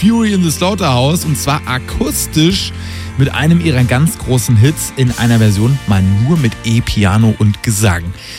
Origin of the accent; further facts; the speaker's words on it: Hannover, Lower Saxony, Germany; Meine Heimatstadt, mal so nebenbei bemerkt. Hannover, im Zentrum von Niedersachsen.